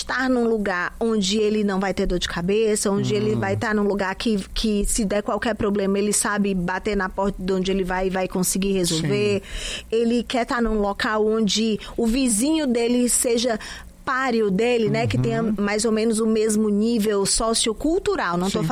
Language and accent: Portuguese; Ceará, Brazil; E eu que tenho o pé no parque? Sou do Parque Araxá.